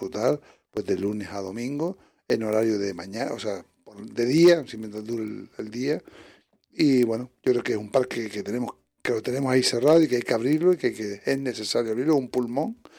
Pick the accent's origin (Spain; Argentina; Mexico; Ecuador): Spain; Canary Islands; para ese 30 de mayo que somos canarios, que vivimos el Día de Canarias